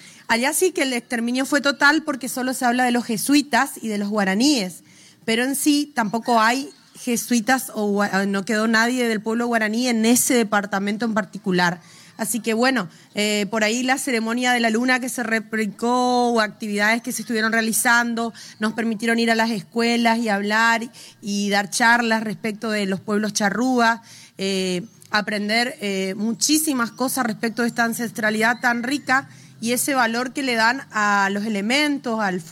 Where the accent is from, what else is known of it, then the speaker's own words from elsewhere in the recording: Virasoro, Corrientes, Argentina; Yo vengo de Virasoro, Corrientes, departamento de Santo Tomé.